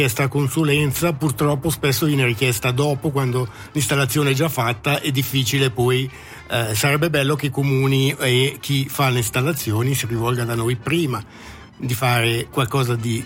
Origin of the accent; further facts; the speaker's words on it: Malcantone, Ticino, Switzerland; io vengo dal Malcantone.